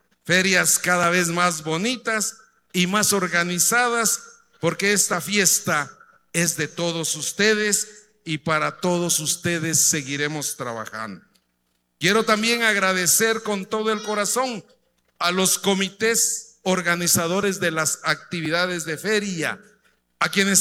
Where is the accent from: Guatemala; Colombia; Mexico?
Guatemala; San Pedro Sacatepéquez; a querer esta tierra, a respetar nuestras tradiciones, a sentirse orgullosos de decir, yo soy de San Pedro Zacatepeques